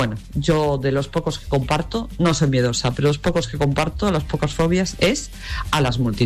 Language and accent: Spanish; Cantabria, Spain; now in Seville, Spain; Buenas noches, fareros, fareras. Soy cántabra en Sevilla.